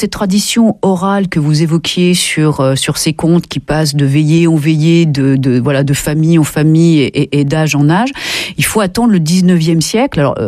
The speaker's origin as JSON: {"language": "French", "region": "Grand Est", "country": "France", "tie": "born or raised there", "moved": "yes", "lives_now": "Western France", "said": "Finalement, en France, je viens de Lorraine."}